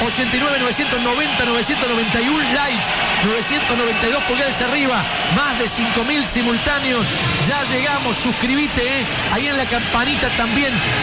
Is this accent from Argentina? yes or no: yes; Argentina; Estoy enojado como argentino con esto